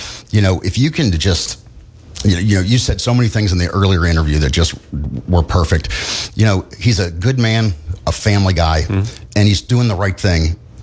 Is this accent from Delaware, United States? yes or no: yes; Wilmington, Delaware, United States; I'm from Wilmington, Delaware.